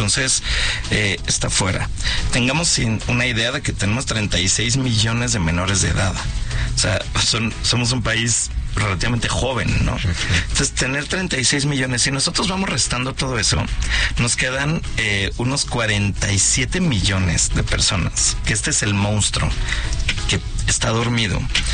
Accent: Mexico

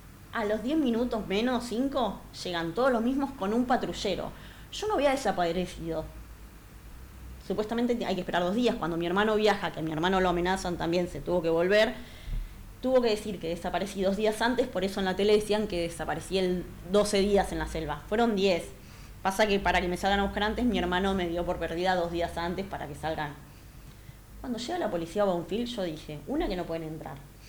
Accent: Argentina; moved away; also born or lived in Mexico; hoy en mi país me están dando la espalda como nunca me lo imaginé.

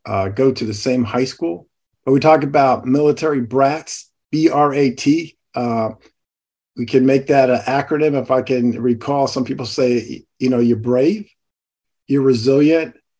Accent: Maryland, United States; also born or lived in New Jersey / Illinois / Hawaii / Indiana; I was born in Maryland, lived in New Jersey, went to Illinois, lived in Hawaii, lived in Indiana, lived in Maryland, and that's where I ended up going to school.

